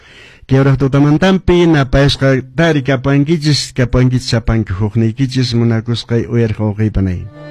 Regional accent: Canas Province, Cusco, Peru; provincia Canas, somos de Canas.

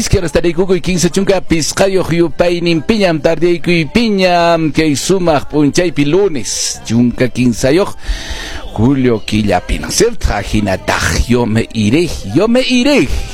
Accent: Huanoquite, Cusco, Peru; el distrito de Huanoquite de la provincia de Paruro, mi tierra linda

